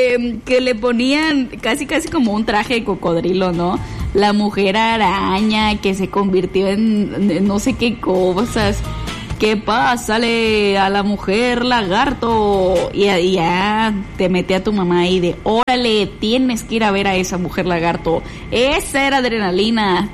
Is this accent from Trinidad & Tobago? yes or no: no; Mexico; así somos los mexicanos